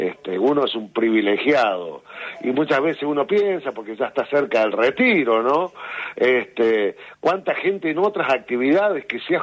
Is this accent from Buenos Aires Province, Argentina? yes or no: no; Santa Eufemia, Córdoba, Argentina; No, estoy en mi pueblo, en Santa Eufemia, siempre de temporada.